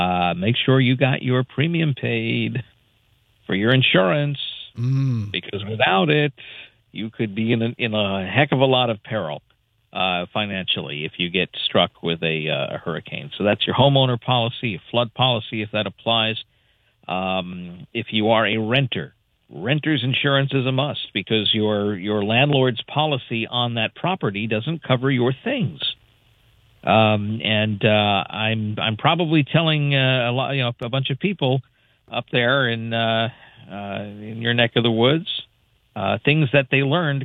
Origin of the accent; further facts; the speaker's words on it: New York City, New York, United States; I grew up in the New York City area